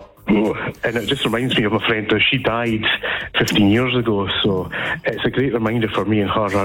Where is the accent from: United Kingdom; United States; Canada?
United Kingdom; Dundee, Scotland; I'm from Broughty Ferry in Dundee. It's the posh part, okay, as you can tell by my accent.